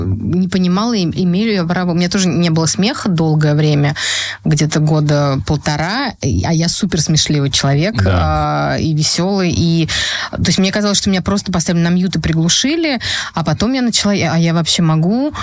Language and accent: Russian; Russia; у меня был такой момент, что все, я россиянка, я должна посыпать голову пеплом и все.